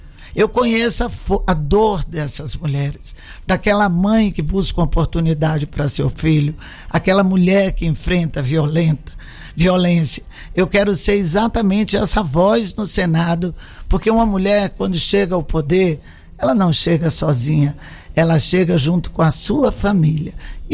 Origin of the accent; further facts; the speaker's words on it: Northeast Region, Brazil; now in Goiás, Brazil; Você sabe que eu sou nordestina. Goiás me recebeu assim, eu amo esse estado, minhas filhas são goianas